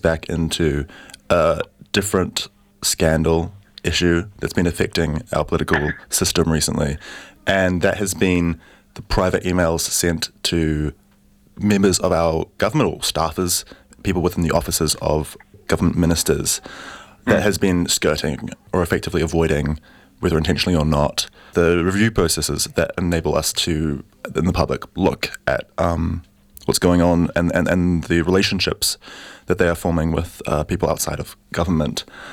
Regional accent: Waiheke, Auckland, New Zealand; I mean, I grew up on Waiheke, we have a lot of septic fields there.

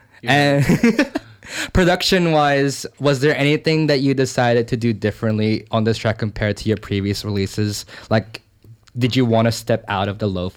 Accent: Philippines; I'm Filipino as well.

